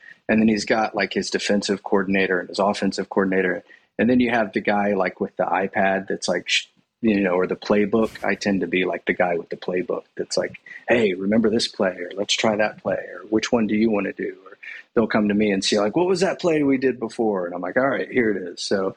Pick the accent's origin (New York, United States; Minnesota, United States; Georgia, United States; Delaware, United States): Georgia, United States; Atlanta; also born or lived in Fort Worth; I was born actually in Fort Worth, Texas when my dad was in seminary. My dad grew up in Atlanta. My mom grew up in Nashville. They met in college here in Atlanta. They went to seminary. I was born there. And then we moved back here to Atlanta